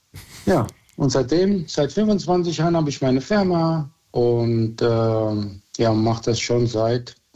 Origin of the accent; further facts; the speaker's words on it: Frankfurt, Hesse, Germany; also born or lived in Sicily; Und ich kann auch mehrere Sprachen, denn ich bin im Frankfurt Bahnhof groß geworden.